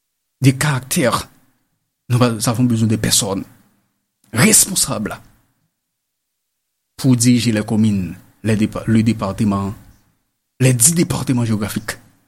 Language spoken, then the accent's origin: French; Haiti; Parce que nous sommes tous des Haïtiens. Même si vous êtes à l'étranger, mais nous sommes tous des Haïtiens.